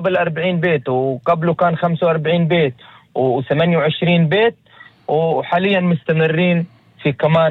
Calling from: Al-Sirr, Southern District, Israel; احنا من قبل قيام الدوله موجودين.

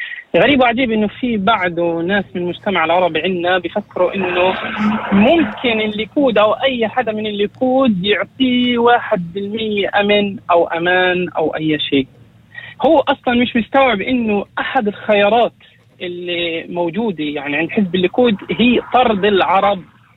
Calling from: Northern District, Israel; أحكي معك مستمع من الشمال.

